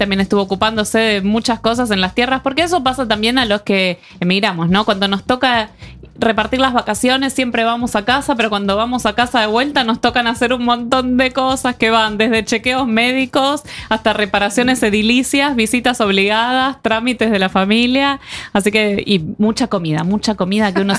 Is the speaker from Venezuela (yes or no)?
no; Argentina; now in Oslo, Norway; los que somos acá argentinos, chilenos